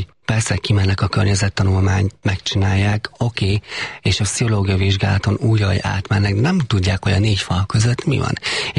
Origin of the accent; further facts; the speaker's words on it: Heves, Hungary; Ugyan Heves megyében nőttem föl. Az ottani rokonok vették meg a legtöbben